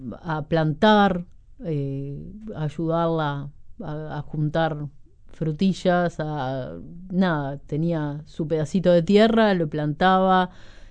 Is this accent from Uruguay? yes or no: yes; Montevideo, Uruguay; Pero sí me considero una persona 100% montevideana, aunque me gusta mucho el campo y me gusta esa dinámica de vida, pero sí soy montevideana.